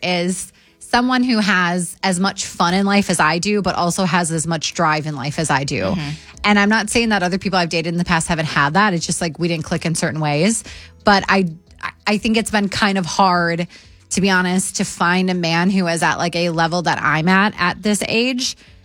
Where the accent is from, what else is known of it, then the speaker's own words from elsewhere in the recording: Wisconsin, United States; Walleye weekend's coming up this weekend, I think, in my hometown.